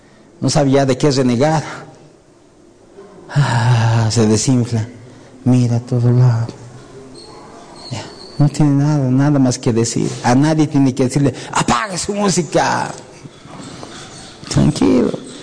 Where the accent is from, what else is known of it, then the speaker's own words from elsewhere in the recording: Uyuni, Potosí, Bolivia; soy de Uyuni, Bolivia, y no me, de aquí nadie me mueve.